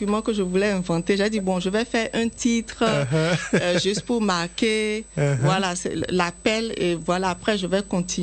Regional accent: Parakou, Borgou, Benin; moved away as an adult; also born or lived in Ethiopia; now in Abidjan, Côte d'Ivoire; J'ai passé une bonne partie de mon enfance à Parakou.

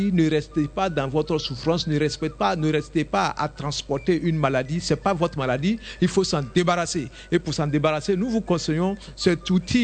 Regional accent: Côte d’Ivoire

